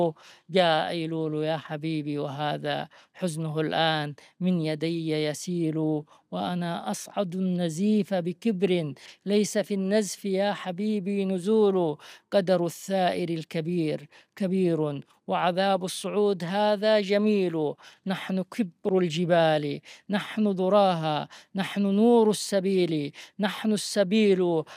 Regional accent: Yemen; أنا كيمني الانتماء

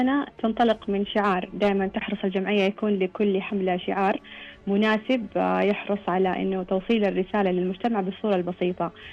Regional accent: Saudi Arabia; لما نتكلم عندنا بالسعودية نتكلم عن أرقام وتقديرات يعني توصل حوالي 130 ألف مصاب بالزهايمر

